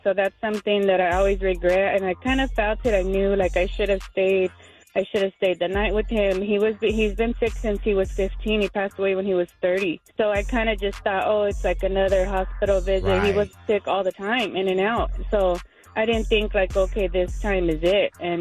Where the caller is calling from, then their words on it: Redlands, California, United States; I'm calling from Redlands.